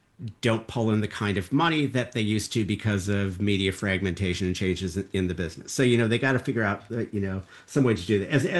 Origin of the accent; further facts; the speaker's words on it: Monroe, Michigan, United States; I'm from Monroe, Michigan.